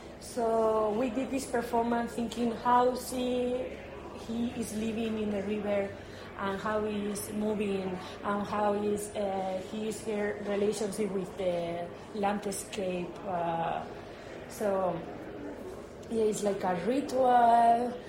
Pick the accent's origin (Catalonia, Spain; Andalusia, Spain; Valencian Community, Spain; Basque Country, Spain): Basque Country, Spain; Bilbao; I'm from Basque Country, Bilbao.